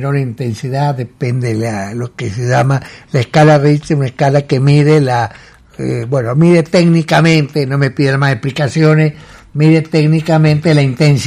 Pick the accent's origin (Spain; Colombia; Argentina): Argentina; a nosotros como argentinos